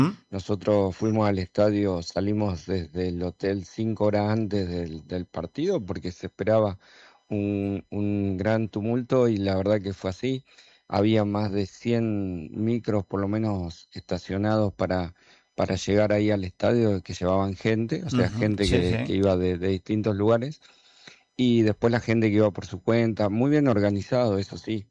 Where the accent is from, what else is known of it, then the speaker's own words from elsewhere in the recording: Argentina; Pero bueno, somos Argentina y creo que siempre pasa esto, ¿no?